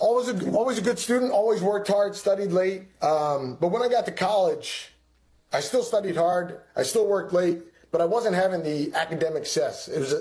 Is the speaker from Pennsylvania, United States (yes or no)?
yes; Philadelphia, Pennsylvania, United States; Yeah, from Philadelphia, Pennsylvania, Northeast Philly to be specific. I'm the oldest of three boys.